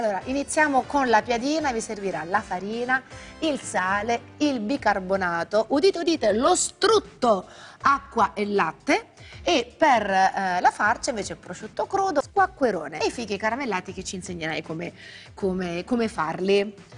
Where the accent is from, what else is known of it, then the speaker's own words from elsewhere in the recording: Southern Italy, Italy; Allora, dalle mie parti al sud